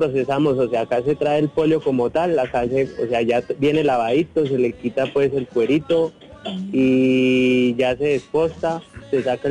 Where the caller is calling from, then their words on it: Bogotá, Colombia; Habla con … acá de Bogotá.